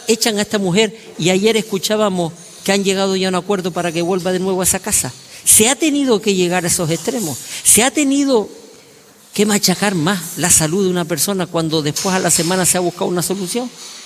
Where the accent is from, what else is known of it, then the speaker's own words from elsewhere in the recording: Canary Islands, Spain; yo como canario